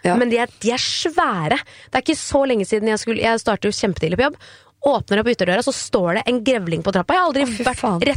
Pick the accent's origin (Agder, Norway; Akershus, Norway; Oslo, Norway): Oslo, Norway; jeg vokste opp på Bislett I Oslo, og der det Stensparken, en park som rett ved siden